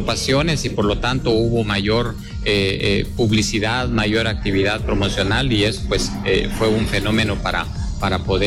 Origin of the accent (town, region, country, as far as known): Guatemala